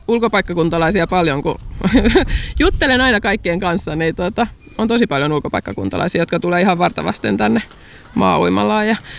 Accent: Helsinki, Uusimaa, Finland; Mä oon Helsingissä kotoisin, mutta äitini on täältä Jurvasta.

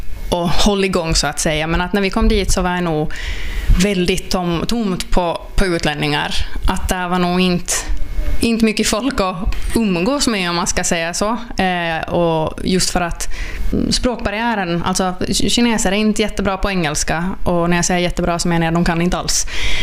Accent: Sideby, Ostrobothnia, Finland; also born or lived in Guangzhou, China; Ja, så jag kommer från Sideby då, en liten by utanför Kristinestad.

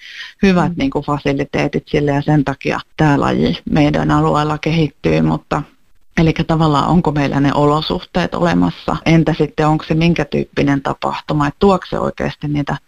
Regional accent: Lahti, Päijät-Häme, Finland; Onhan se upeeta lahtelaisena

